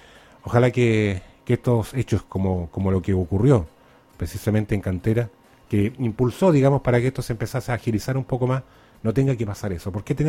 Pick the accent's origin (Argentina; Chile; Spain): Chile; nosotros como chilenos